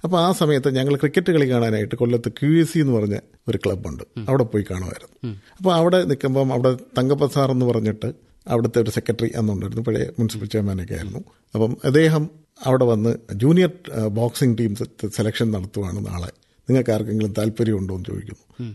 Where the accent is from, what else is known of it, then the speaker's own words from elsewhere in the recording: Kalluvathukkal, Kerala, India; ഞാൻ കല്ലുവാതുക്കൽ എന്ന് പറഞ്ഞ വില്ലേജിൽ നിന്നാണ് വരുന്നത്.